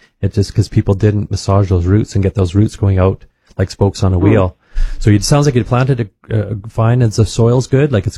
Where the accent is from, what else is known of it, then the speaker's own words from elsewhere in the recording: North Battleford, Saskatchewan, Canada; I grew up in North Balfour